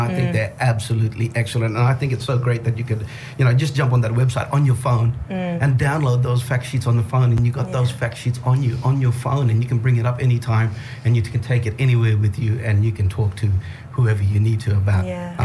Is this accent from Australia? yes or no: yes; Kununurra, Western Australia, Australia; now in Derby, Australia; Because we're in Derby. I grew up in Kununurra, got family back in Kununurra.